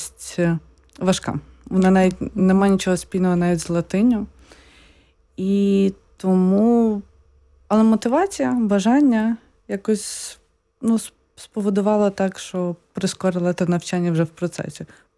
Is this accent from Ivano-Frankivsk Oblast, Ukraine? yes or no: no; Lviv Oblast, Ukraine; moved away as an adult; now in Poland; я сама з Львівської області, тобто Західної України, і ми трохи наслухані польської мови